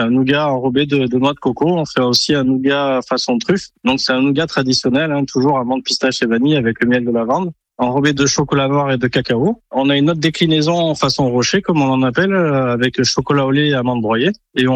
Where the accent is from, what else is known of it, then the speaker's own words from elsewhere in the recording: Montélimar, Auvergne-Rhône-Alpes, France; born there; Je suis issu d'une famille montilienne. Et c'est pour ça qu'on est dans le nougat. Je suis né à Montélimar, comme ma grand-mère et ma maman